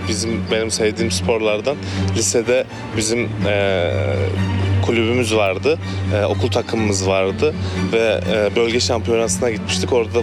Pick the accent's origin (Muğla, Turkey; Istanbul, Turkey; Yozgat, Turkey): Yozgat, Turkey; Şefaatli; moved away as an adult; now in Ankara, Turkey; Ben Ankara'ya bir öğrenci olarak gelmiştim. Öncesinde Yozgat'ta, ben aslen Yozgatlıyım. Yozgat'ta yaşarken 18 yaşımda orada kendi yaşadığım Şefaat ilçesinde